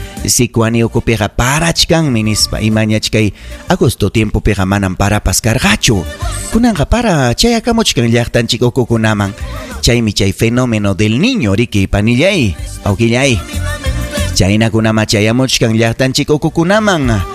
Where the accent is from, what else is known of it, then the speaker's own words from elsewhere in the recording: Huancavelica, Peru; now in Huancayo, Peru; Dios les bendiga en gran manera desde Huancayo, por ahora yo soy de Huancavelica.